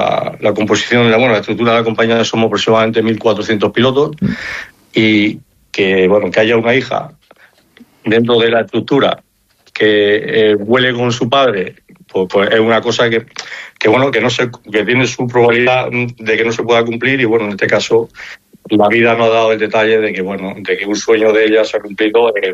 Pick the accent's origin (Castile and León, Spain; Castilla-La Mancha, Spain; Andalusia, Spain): Castile and León, Spain; Ávila; accent: Ávila; Yo lo he perdido en abulense un poquito, porque viví en diferentes sitios, tengo el acento se me ha ido pegando, pero cuando llego a Ávila, el lole se me pega un mogollón.